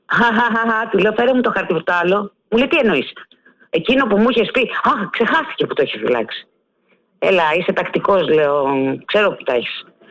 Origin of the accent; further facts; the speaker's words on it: Greece; χαίρομαι που είμαι Ελληνίδα